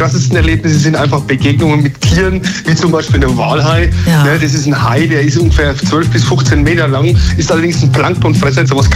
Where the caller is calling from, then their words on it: Kist, Bavaria, Germany; Ich bin aus Kist bei Würzburg und ich betreibe seit mehr als 37 Jahren eine Tauchschule und ein Tauchsportcenter hier in der Gegend.